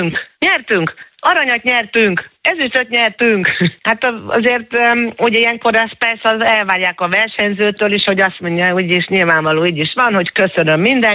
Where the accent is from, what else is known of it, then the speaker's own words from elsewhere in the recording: Hungary; moved away; also born or lived in Austria; magyar is vagyok, azóta is soha nem mondtam le magyar, mind a kettő a szívemben van, a himnusz pedig az osztrák himnusz szólt, de ugyanúgy benne van az én egész életem, aminek akkor nagy része Magyarországon zajlott